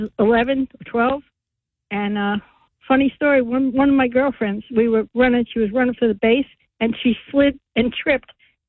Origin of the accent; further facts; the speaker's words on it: Hoboken, New Jersey, United States; I grew up in Hoboken